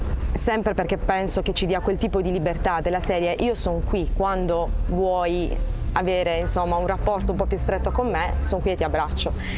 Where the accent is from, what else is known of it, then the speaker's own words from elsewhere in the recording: Bari, Apulia, Italy; vengo da Bari, dall'Italia.